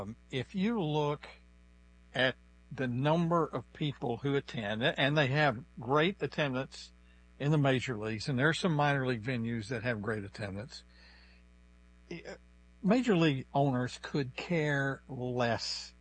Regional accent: Fairfield, Texas, United States; When I was 10 years old, John Glenn came to deer hunt in my hometown of Fairfield, Texas, which is 90 miles south of Dallas and 161 miles north of NASA.

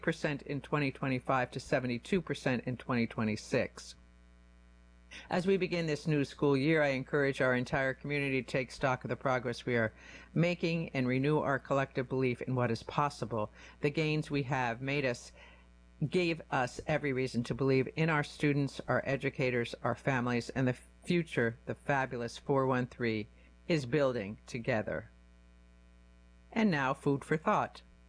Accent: Springfield, Massachusetts, United States; Growing up in the North End, surrounded by Black, Latino, and white families

